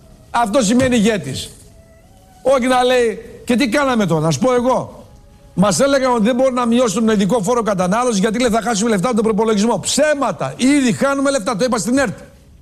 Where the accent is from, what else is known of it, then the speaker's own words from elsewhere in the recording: Central Macedonia, Greece; born there; στον Κάμπο, ας πούμε στην Μπέλα, στο χωριό μου